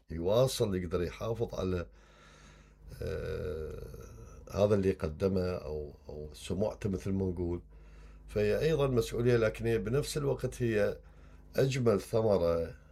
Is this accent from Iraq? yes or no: yes; Iraq